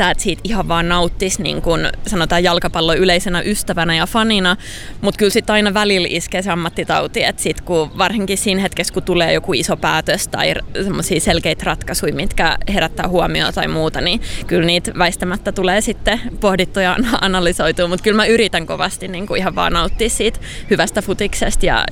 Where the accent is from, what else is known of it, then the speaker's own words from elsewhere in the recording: Salo, Southwest Finland, Finland; Mä oon Salosta kotoisin, niin siellä Salon nurmikentillä.